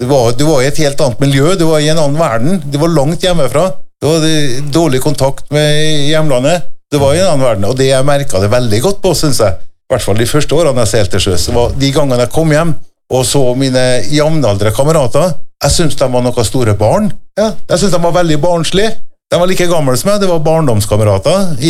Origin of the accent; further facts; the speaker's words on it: Kristiansund, Møre og Romsdal, Norway; jeg er fra Kristiansund